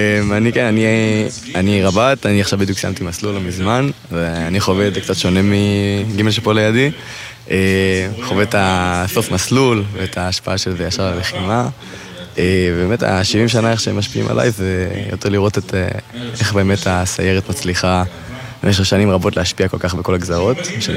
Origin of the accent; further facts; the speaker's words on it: Ramat Gan, Tel Aviv District, Israel; אני מרמת גן.